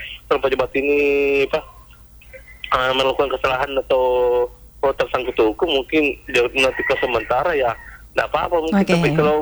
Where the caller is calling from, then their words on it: South Sulawesi, Indonesia; di daerah saya sendiri, Mbak, di Kabupaten Bone.